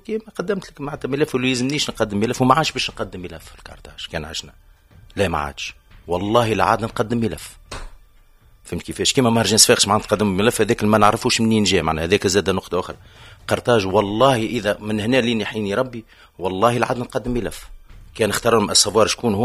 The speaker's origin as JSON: {"language": "Arabic", "country": "Tunisia", "said": "انا فنان تونسي ونحب بلادي"}